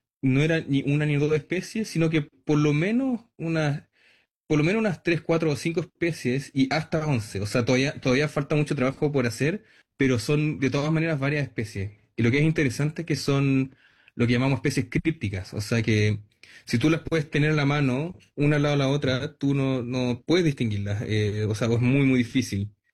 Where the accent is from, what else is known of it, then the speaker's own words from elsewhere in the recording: Chile; moved away; yo soy originalmente de Chile